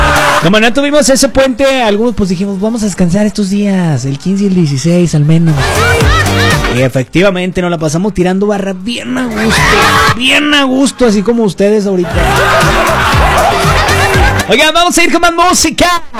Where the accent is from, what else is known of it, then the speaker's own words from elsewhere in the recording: Mexico; Aquí en México a veces ni la escuchamos.